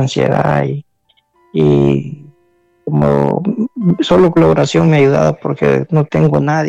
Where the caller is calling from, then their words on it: Tegucigalpa, Francisco Morazán, Honduras; De aquí de Tegucigalpa, de Barrio Buenos Aires.